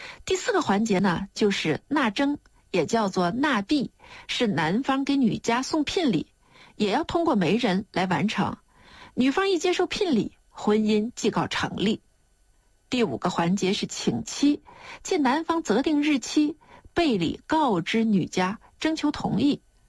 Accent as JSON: {"language": "Chinese", "country": "China", "said": "我们中国人是以夫妇为人伦之首的。"}